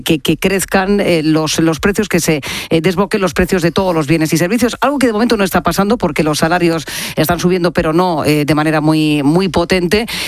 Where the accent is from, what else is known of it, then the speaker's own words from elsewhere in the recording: Region of Murcia, Spain; moved away; desde mi tierra querida, desde Murcia, en Jumilla